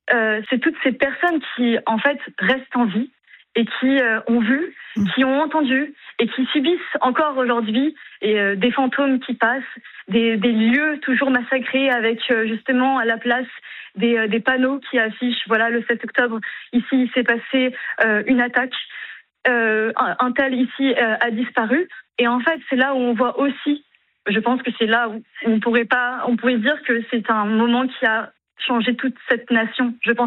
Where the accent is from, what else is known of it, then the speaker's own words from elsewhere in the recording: France; now in Paris, France; Je suis française, être juive dans le privé.